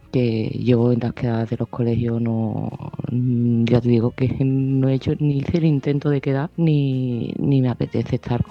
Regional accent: Seville, Andalusia, Spain; de Sevilla y este mensaje va para Lola.

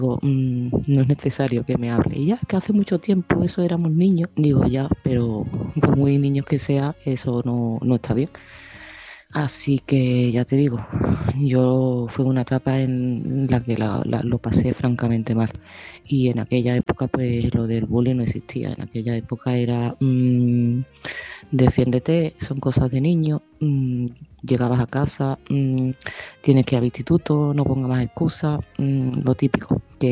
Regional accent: Seville, Andalusia, Spain; de Sevilla y este mensaje va para Lola.

